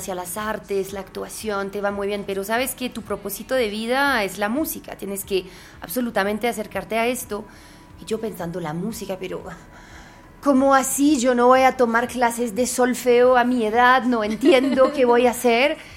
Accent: Paris, Île-de-France, France; Spanish is a second language; moved away as an adult; now in Colombia; yo no soy solo francesa, soy parisina. Yo vengo de la ciudad probablemente más dura, más hijueputa de Europa.

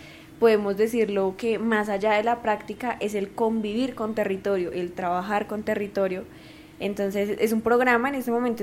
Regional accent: Bogotá, Colombia; yo vengo desde la ruralidad de Usme Pueblo, muy diferente la de Cundinamarca a la de Tolima, ¿no?

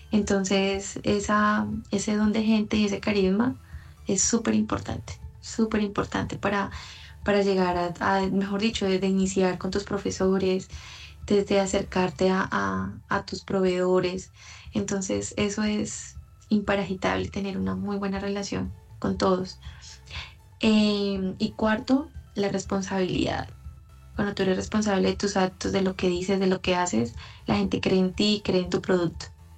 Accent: Florencia, Caquetá, Colombia; now in Neiva, Colombia; Personalmente soy de Florencia, Caquetá

